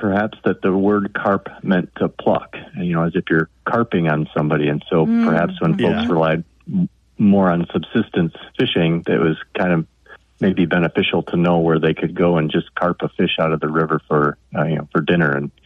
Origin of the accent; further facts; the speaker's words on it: Michigan, United States; I'm from the Upper Peninsula, Michigan.